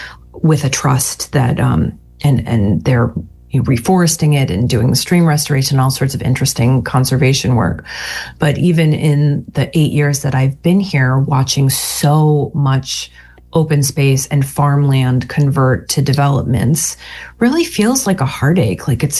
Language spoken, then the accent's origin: English; Montclair, New Jersey, United States; moved away; I grew up in Montclair, New Jersey.